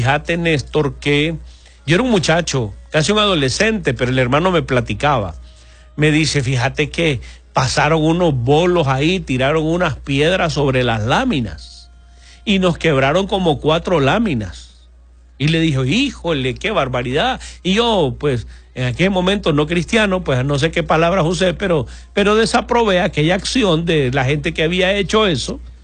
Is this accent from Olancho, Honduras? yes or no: yes; Catacamas, Olancho, Honduras; born there; Yo soy de Catacamas, Olancho